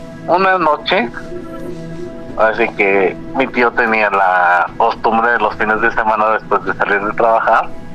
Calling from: Tecámac, State of Mexico, Mexico; De acá del municipio de Tecámac, Estado de México

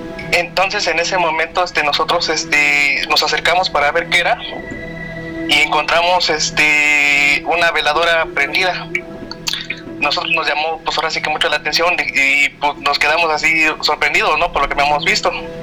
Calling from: Mexico City, Mexico; desde la Ciudad de México.

